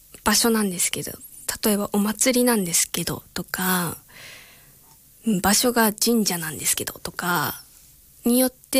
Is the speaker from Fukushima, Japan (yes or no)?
yes; Iwaki, Fukushima, Japan; そのいわきで広げるっていうのがもう去年から、自分のクラスができてからやっと自分の地元をこうしたいとか、地元で何できるかなっていう目線になったので